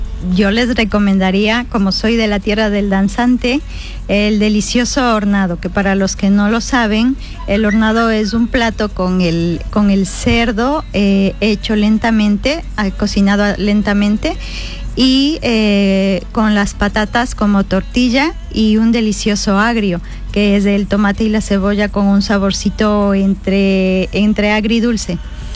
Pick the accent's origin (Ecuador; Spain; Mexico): Ecuador; Ecuadorian highlands; moved away; Soy ecuatoriana